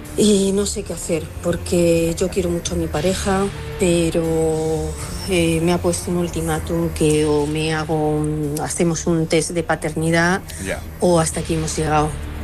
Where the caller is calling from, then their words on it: Alcorcón, Community of Madrid, Spain; te llamo desde Alcorcón.